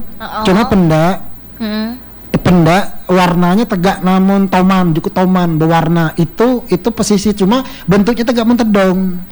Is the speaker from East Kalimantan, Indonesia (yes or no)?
yes; East Kalimantan, Indonesia; dari Kutai Timur